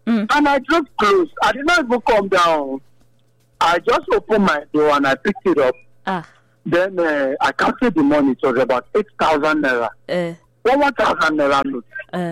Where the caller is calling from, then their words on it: Papua New Guinea; Calling from New Guinea at the moment.